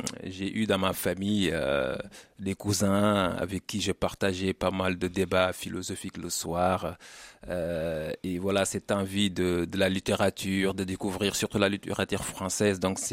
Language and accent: French; Mbour, Thiès, Senegal; also born or lived in Dakar; Donc moi je suis né au Sénégal en 1976 à Dakar.